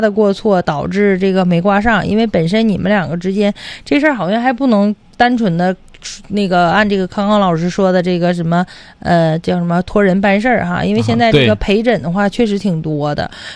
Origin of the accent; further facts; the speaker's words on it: Changchun, Jilin, China; 可能要比咱们长春这边就要这个贵呗，